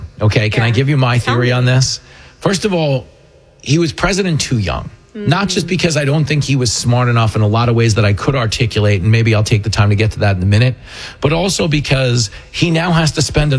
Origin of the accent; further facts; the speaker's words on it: New York, United States; Like, so I grew up on Long Island, and I remember growing up here when I had never left here, truly believing that everyone in this country wished they were us.